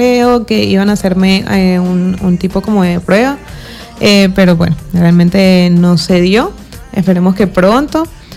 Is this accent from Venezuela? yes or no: yes; Venezuela; para nosotros como venezolanos